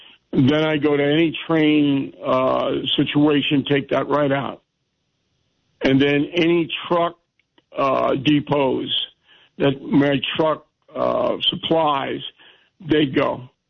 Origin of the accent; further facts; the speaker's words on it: Levittown, New York, United States; I'm from Levittown.